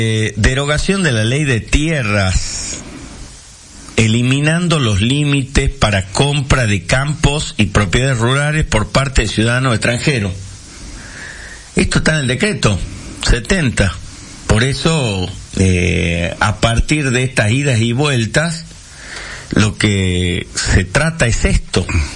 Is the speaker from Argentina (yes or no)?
yes; Northwest Argentina, Argentina; Entonces todos los collas que veníamos del interior no teníamos.